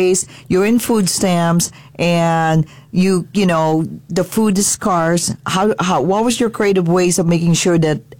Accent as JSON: {"language": "English", "country": "Philippines", "said": "because I am Filipino."}